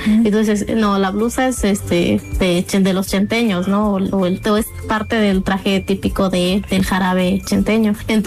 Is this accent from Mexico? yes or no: yes; San Vicente, Mexico